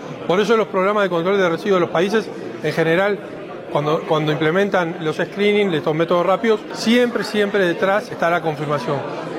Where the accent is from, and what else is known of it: Uruguay